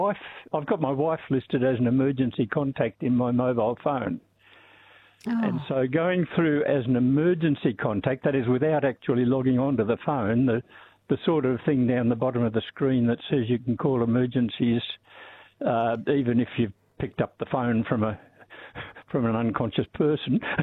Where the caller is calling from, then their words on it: Golden Square, Victoria, Australia; From Golden Square.